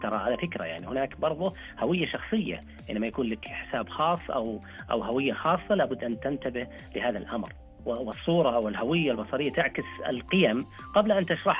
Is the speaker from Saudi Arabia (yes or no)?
yes; Saudi Arabia; حينما أطلق واعتمد عندنا في السعودية